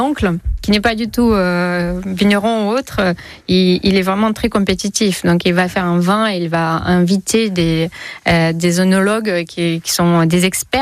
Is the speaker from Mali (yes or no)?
no; Moldova; je ne sais pas si c'est vraiment parce que je viens de la Moldavie, mais les vins moldaves s'accordent très bien avec ma cuisine.